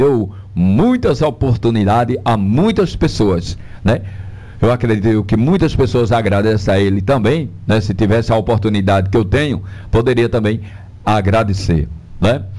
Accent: Brazil; born there; né, o matuto de Terra Vermelha. Nasci lá mesmo, em Terra Vermelha, nasci lá, nas brenhas, nas catingas, numa casinha de taipa

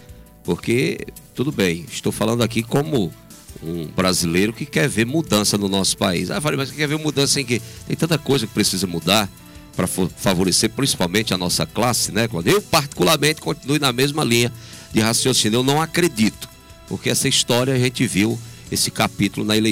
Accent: Brazil

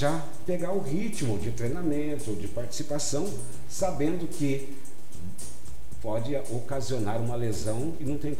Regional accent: Brazil; Sim, somos brasileiros, né?

